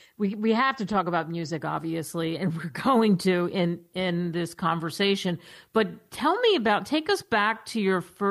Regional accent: New York, United States; I grew up in New York to get to Lincoln Center.

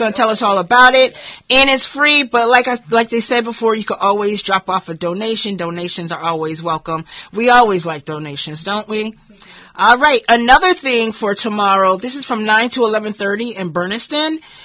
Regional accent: Springfield, United States; I grew up in the age of block parties when I grew up in Springfield.

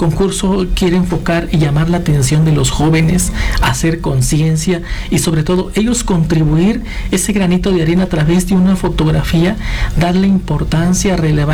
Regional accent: Oaxaca, Mexico; accent: Oaxacan; Yo soy originario del estado de Oaxaca.

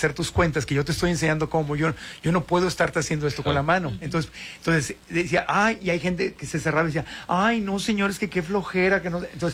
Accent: Tijuana, Baja California, Mexico; yo nací, crecí en Tijuana, le mando un abrazo con mucho cariño a la gente de Tijuana.

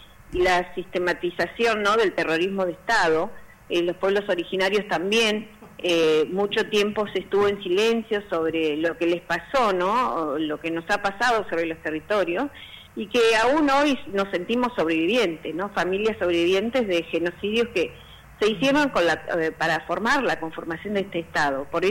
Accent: Valcheta, Río Negro, Argentina; estoy en Río Negro, Balcheta, mi ciudad natal.

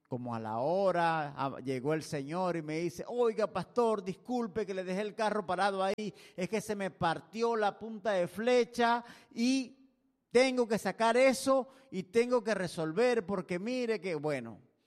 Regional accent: Venezuela; moved away as an adult; also born or lived in Puerto Armuelles, Panama; ahora aquí estamos comiendo como buenos venezolanos arepa todos los días.

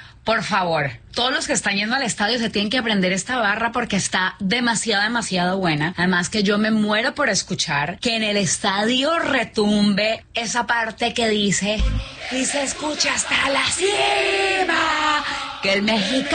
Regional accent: Colombia; hasta yo me la aprendí que soy colombiana.

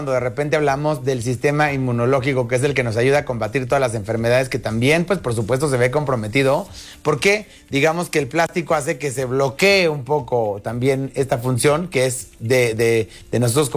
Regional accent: Mexico; nosotros como mexicanos

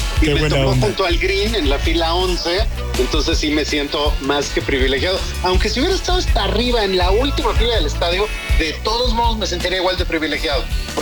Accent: Mexico; hasta nuestra capacidad como mexicanos de hacer escándalo está limitado al grito

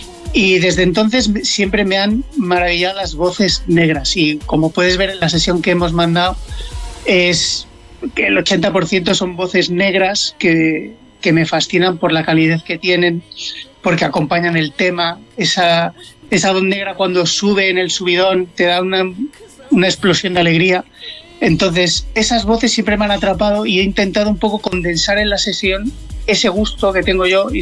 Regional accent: Mallorca, Balearic Islands, Spain; Sí, yo, bueno, vengo de Mallorca

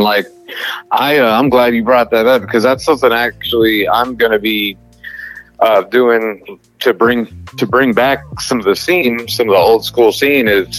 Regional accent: Lodi, California, United States; I grew up in Lodi, California

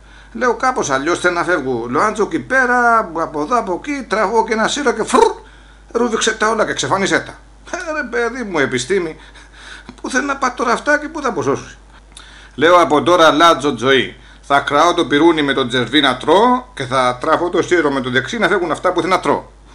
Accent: Olympos, South Aegean, Greece; έχω και εγώ λόγο να πω, γιατί να είμαι από την Όλυμπο της Καρπάδου

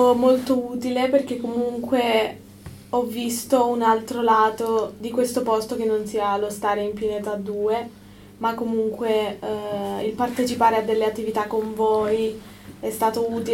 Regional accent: Milan, Lombardy, Italy; io personalmente, che ho vissuto fin da piccola a Milano, quindi l'ho vista proprio in tutti gli anni della mia vita

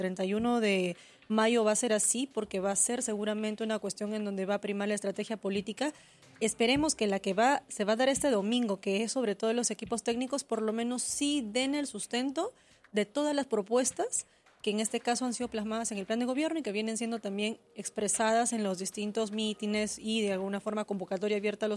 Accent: Cajamarca, Peru; yo que soy de Cajamarca, el aeropuerto Jaén, ¿cuánto tiempo tiene ese tema inconcluso?

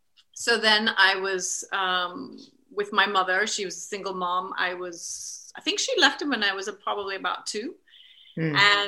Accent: London, United Kingdom; born there; moved away as an adult; also born or lived in South Florida, United States / Washington DC, United States; I was born here in London, which is where I am now. I'll go back to the childhood piece, but I left here when I was 18 and moved to America in 1987. And I started off in South Florida and then went to college.

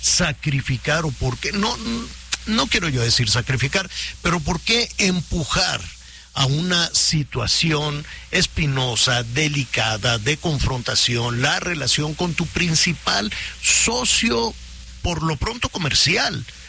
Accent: Mexico; algunas frases que se utilizan o palabras que utilizamos los mexicanos

